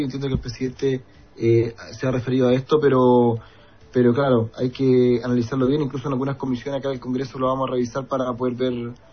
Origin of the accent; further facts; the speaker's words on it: Chile; yo acá como diputado chileno